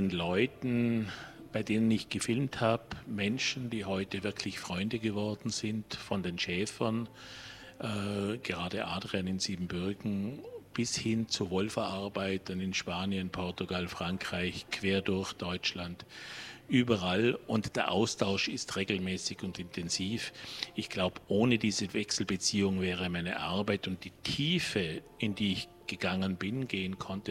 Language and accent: German; Austria; ich bin Österreicher